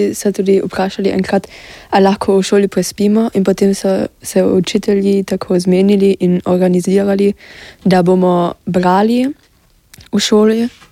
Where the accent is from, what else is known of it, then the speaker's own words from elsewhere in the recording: Žitara vas, Carinthia, Austria; Dobar dan … in prihajam iz Žitare vasi.